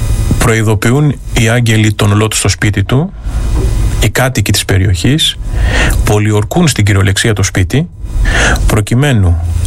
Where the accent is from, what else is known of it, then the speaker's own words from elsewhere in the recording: Greece; Εμείς ως Έλληνες